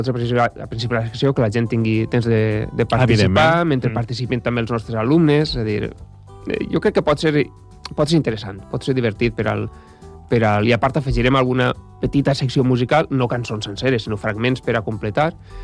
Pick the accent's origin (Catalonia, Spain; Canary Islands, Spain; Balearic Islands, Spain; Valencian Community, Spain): Valencian Community, Spain; jo soc valencià, la gent ja ho sap, i tots els meus amics són músics.